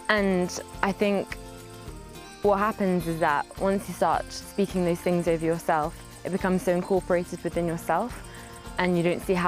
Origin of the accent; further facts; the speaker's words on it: Yorkshire and the Humber, United Kingdom; and I'm 19 years old. I'm from North Yorkshire in England, and this is my third time in Medjugorje.